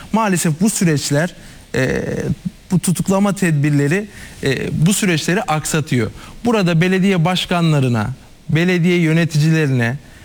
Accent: Istanbul, Turkey; Evet, ben de bir Üsküdarlı olarak süreci yakından takip ediyordum.

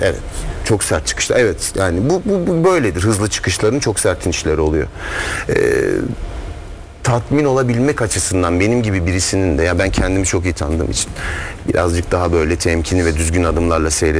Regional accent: Ankara, Turkey; also born or lived in Eskişehir; now in Istanbul, Turkey; Ankara'da doğup büyümüşüz.

